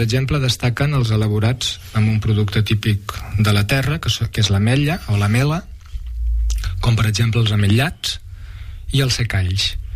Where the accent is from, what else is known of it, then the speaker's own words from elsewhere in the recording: Reus, Catalonia, Spain; Jo sempre dic que sóc de Reus.